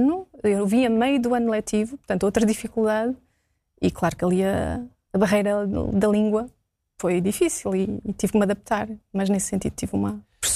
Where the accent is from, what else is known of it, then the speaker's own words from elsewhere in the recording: Portugal; born there; Nasci em Portugal, eu vim nascer de propósito a Portugal, porque os meus pais estavam em França nessa